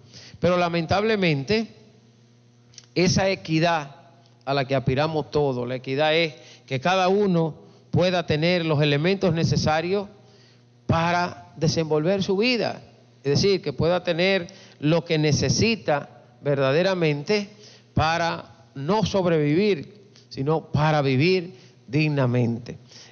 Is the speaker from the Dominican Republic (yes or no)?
yes; Dominican Republic; now in Santiago, Dominican Republic; nosotros como dominicanos